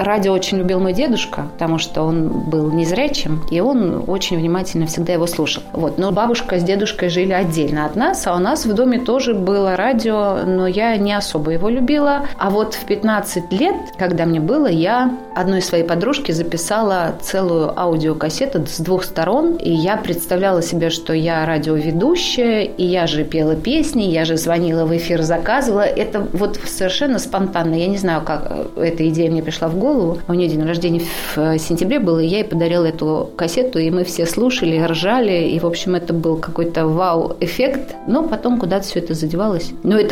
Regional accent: Dmitriev, Kursk Oblast, Russia; born there; Я родилась в Курской области, маленький городок, который называется Дмитриев.

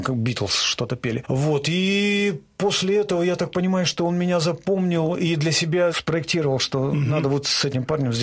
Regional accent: Russia

